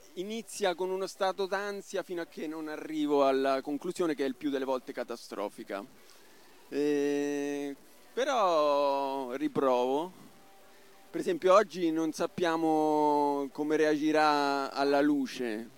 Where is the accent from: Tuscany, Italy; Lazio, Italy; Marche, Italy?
Marche, Italy; Recanati; Vengo da Recanati assieme al prode Vanni